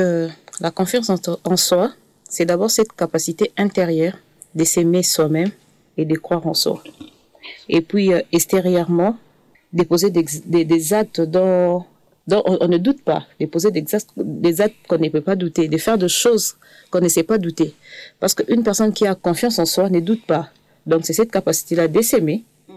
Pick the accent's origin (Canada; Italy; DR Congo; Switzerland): DR Congo; Kinshasa; now in France; j'ai 30 ans, je viens de Congo. Plus précisément de Congo-Kinshasa, comme il y a deux Congo, Brazzaville et Kinshasa. Et moi, je viens de Kinshasa. Je suis mère de 4 enfants, 3 filles et un garçon.